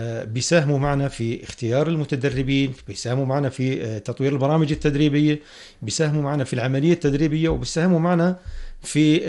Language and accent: Arabic; Jordan; إحنا كأردنيين